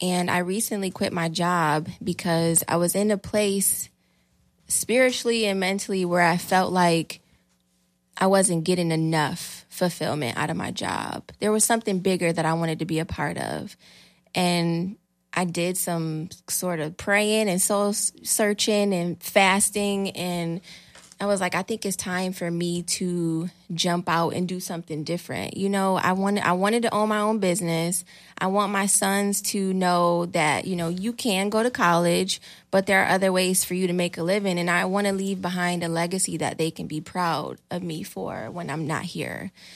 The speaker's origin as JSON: {"language": "English", "town": "Rochester", "region": "New York", "country": "United States", "tie": "born or raised there", "said": "I am born and raised in Rochester. I graduated from East High School in 2008."}